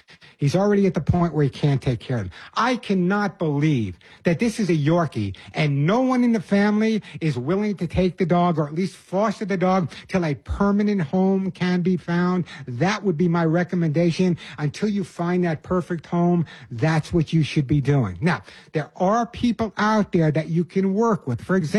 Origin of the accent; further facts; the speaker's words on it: Queens, New York, United States; accent: New York; Hello, Queens, New York. Although I did lose my New York accent.